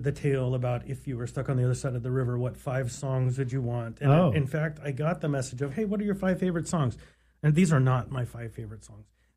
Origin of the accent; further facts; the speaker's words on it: Santa Maria, California, United States; moved away as an adult; also born or lived in San Luis Obispo, California; now in Alaska, United States; I was born in Santa Maria, California, and raised on the Central Coast between Santa Maria, San Luis Obispo.